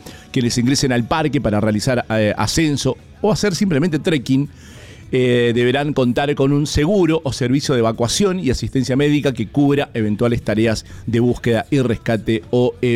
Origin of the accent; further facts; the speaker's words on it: Mendoza, Argentina; somos de Mendoza